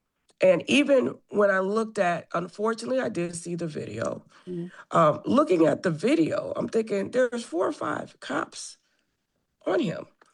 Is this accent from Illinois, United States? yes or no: no; Madison, Wisconsin, United States; I grew up in Madison. I've been here since 1971 and grew up really in a different Madison than we see today.